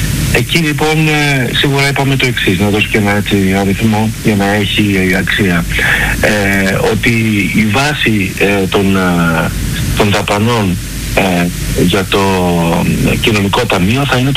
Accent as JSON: {"language": "Greek", "town": "Arta", "region": "Epirus", "country": "Greece", "said": "Είμαι από την Άρτα, είμαι βουλευτής Άρτας."}